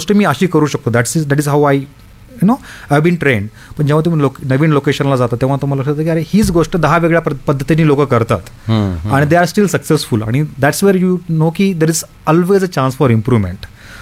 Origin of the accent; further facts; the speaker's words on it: Latur, Maharashtra, India; म्हटलं असं असं मी लातूरचा आहे.